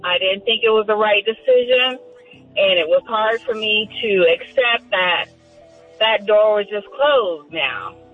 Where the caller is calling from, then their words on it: Las Vegas, Nevada, United States; I'm from Las Vegas, Nevada.